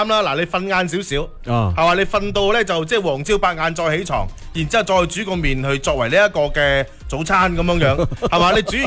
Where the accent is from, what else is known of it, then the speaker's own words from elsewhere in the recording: Foshan, Guangdong, China; 就喺我哋佛山街上边咧就话，馒头夹面，碳水夹碳水，正啊！